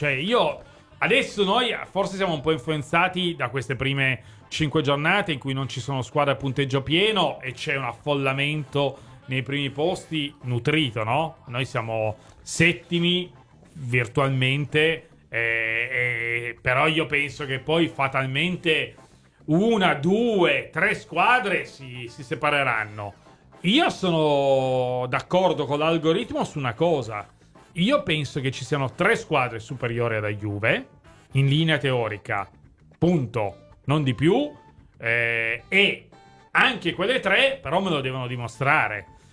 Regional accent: France; Sono un francese, Paris Saint-Germain è partito male...

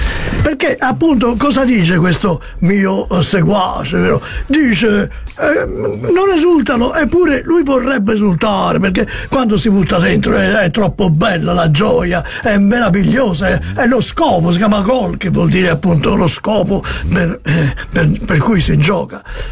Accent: Campania, Italy; Ma io sono napoletano, posso mia parlare fiorentino? Sono napoletano.

